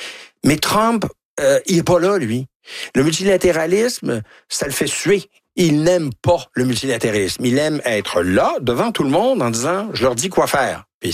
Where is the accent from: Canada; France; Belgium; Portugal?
Canada; Oui, parce que regardez ce qui se passe.